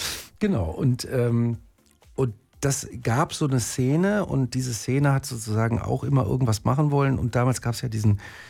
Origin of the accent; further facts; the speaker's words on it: Neuss, North Rhine-Westphalia, Germany; also born or lived in Düsseldorf; ich bin genau Düsseldorf geboren, in Neuss groß geworden.